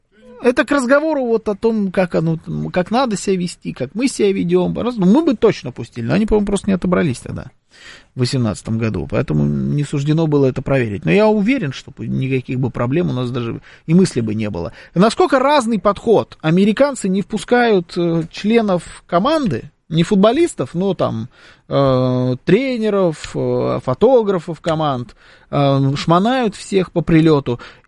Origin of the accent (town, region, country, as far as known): Russia